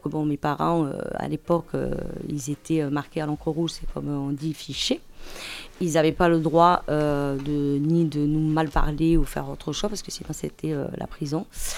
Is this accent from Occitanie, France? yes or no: yes; Toulouse, Occitanie, France; born there; Alors, je suis toujours avec ma mère adoptive. Mais où ? À Toulouse.